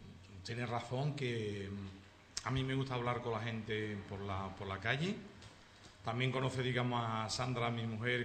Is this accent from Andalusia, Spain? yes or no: yes; Sanlúcar de Barrameda, Andalusia, Spain; me mueve mi pueblo, me duele mi pueblo